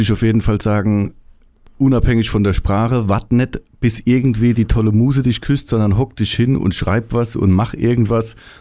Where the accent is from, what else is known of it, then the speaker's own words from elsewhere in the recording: Germany; accent: Kurpfälzisch; dieser Dialekt, mit dem ich quasi als Kind schon auf der Straße sprechen gelernt habe